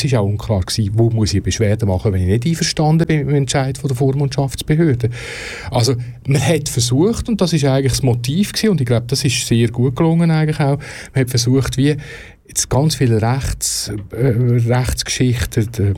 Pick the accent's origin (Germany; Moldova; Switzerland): Switzerland; Aargau; Wie im Bier, wo ich aufgewachsen bin.